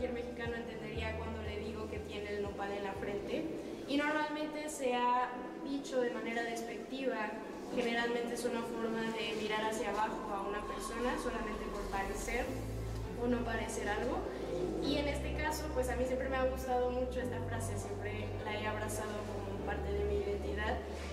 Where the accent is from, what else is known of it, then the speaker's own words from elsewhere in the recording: Colombia; now in Bogotá, Colombia; soy colombiana, vivo en Bogotá, tengo 28 años